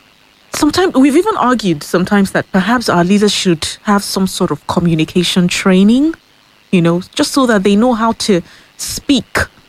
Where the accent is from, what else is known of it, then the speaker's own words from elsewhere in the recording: Nigeria; As a Nigerian, I feel very ashamed.